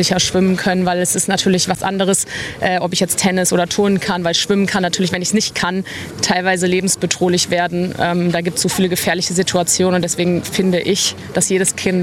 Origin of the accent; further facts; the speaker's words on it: Germany; ich komme aus Deutschland und das ist so meine erste Challenge, die ich in meinem Heimatland mache.